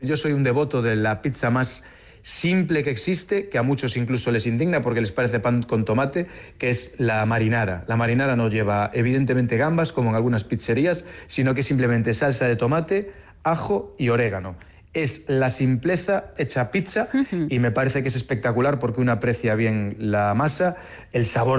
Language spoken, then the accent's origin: Spanish; Galicia, Spain; accent: Galician; yo evidentemente ya no me puedo esconder con mi acento, de dónde vengo, de dónde soy, y tenía que haber esa parte gallega